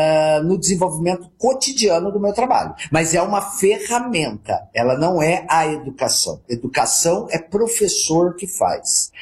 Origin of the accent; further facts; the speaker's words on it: Ourinhos, São Paulo, Brazil; em Ourinhos, que é onde eu nasci